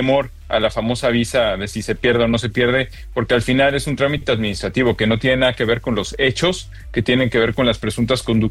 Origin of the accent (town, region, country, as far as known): Mexico